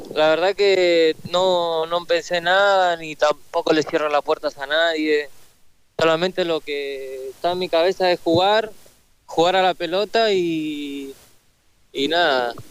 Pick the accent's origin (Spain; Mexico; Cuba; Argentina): Argentina; yo soy argentino